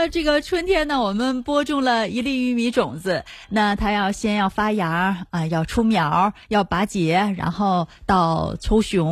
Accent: Northeast China, China; 咱们东北哈，这个秋粮不光是有大米，不光是有水稻哈，我们还有玉米，还有大豆，还有这个小米儿啊

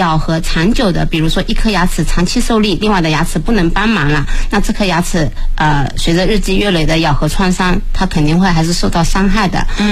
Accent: China

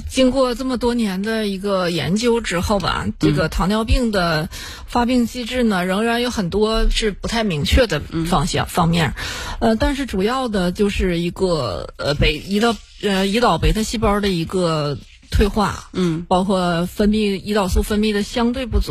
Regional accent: Northeast China, China; 我们东北人

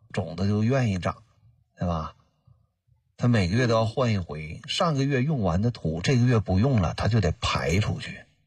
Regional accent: northern China, China; 你看我是北方人哈

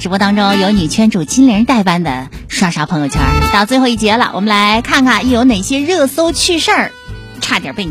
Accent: Changsha, Hunan, China; 我们长沙人

